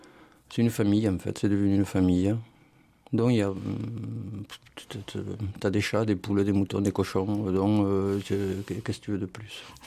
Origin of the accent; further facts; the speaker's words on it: Spain; now in Aude, France; Donc, quand je suis ici, je me dis que je suis espagnol au doigt et à l'œil. Tu vois. Pour moi, l'Aude, c'est une belle région et c'est un peu mon pays, en fait, quelque part.